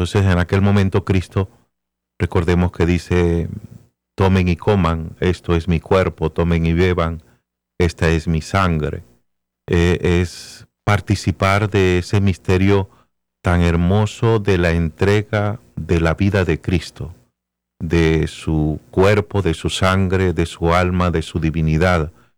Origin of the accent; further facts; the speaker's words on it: Valera, Trujillo, Venezuela; mi papá tenía una barbería, todavía está la barbería, en la ciudad donde nací, en Valera, en el estado Trujillo, en Venezuela